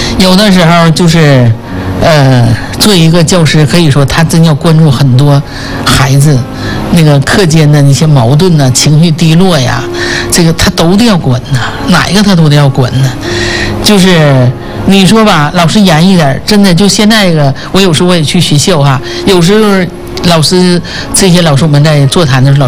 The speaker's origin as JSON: {"language": "Chinese", "country": "China", "said": "因为我们中国人就是尊师重教"}